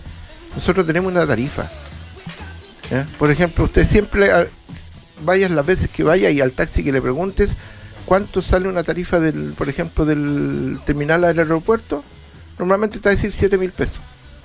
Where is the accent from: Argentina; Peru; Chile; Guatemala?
Chile; La Serena, Coquimbo; No es solamente pensar que, oh, no, es Coquimbo y yo soy de La Serena, no estoy ni ahí, que ojalá que pierdan.